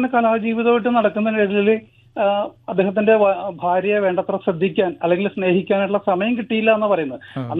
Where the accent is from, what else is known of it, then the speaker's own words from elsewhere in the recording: Kochi, Kerala, India; ഞാൻ ജനിച്ചുള്ള നാടാണ്